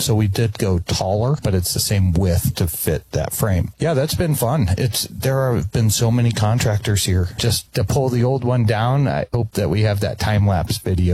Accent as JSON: {"language": "English", "town": "Arvada", "region": "Colorado", "country": "United States", "tie": "born or raised there", "moved": "as an adult", "lives_now": "Omaha, United States", "said": "I was born and raised in Arvada, Colorado. So I was a native there all the way until I was 19"}